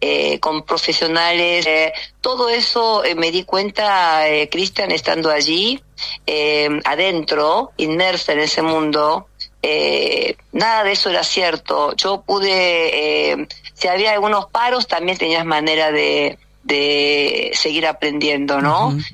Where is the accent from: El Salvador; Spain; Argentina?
Argentina; born there; Spanish is a second language; also born or lived in South Korea; siendo coreana de nacimiento y argentina por adopción, y este idioma, igual que la escritura, las aprendí, las adquirí a mis 9, 10 años.